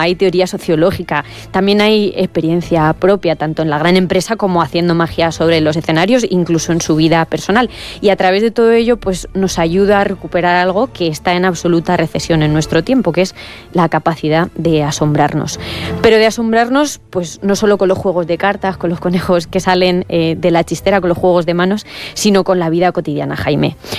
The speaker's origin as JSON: {"language": "Spanish", "region": "Castilla-La Mancha", "country": "Spain", "said": "No, yo como buena manchega estoy bien en los climas cálidos y secos"}